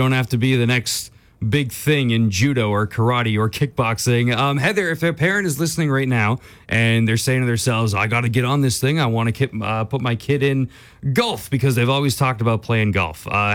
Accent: Edmonton, Alberta, Canada; So I grew up in Edmonton

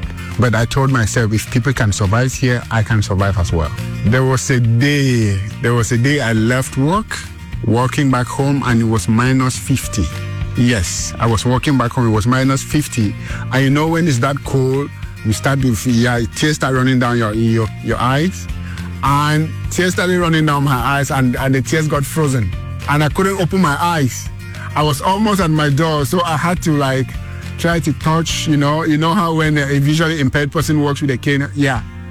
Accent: Cameroon; moved away as an adult; also born or lived in Alberta, Canada; now in Yellowknife, Canada; I am originally from Cameroon, a country in Central Africa. I moved to Canada for education, and then I moved up here.

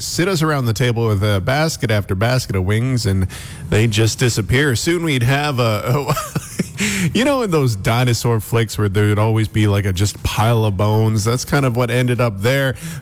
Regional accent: Airdrie, Alberta, Canada; Growing up in Airdrie, there was the bar, the Toad and Turtle

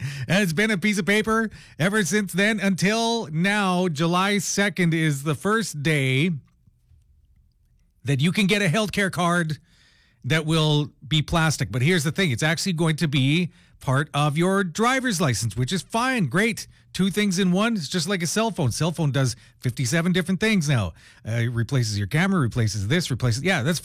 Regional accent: Alberta, Canada; moved away as an adult; also born or lived in Vancouver Island, British Columbia; Born and raised in Alberta, I grew up here, was a young adult

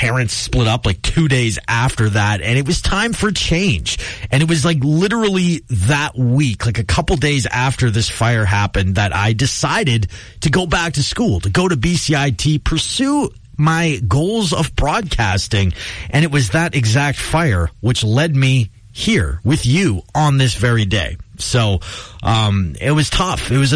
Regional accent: Monte Lake, British Columbia, Canada; I grew up in Monty Lake, a little community just outside of Kamloops.

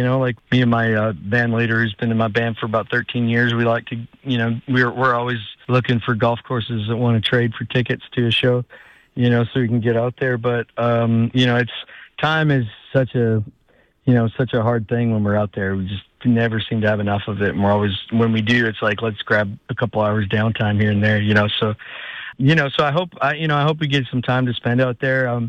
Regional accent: Spirit River, Alberta, Canada; moved away; And, I grew up in Spirit River, Alberta, which is northern Alberta. So I feel like, you know, anything in the northern part of Alberta or BC or Saskatchewan, I've probably spent some time in.

